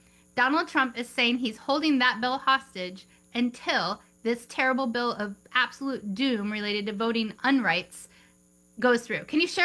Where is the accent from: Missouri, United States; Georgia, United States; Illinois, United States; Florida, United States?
Illinois, United States; Chicago; born there; I was born in Chicago, Illinois, and have been a lifelong voter.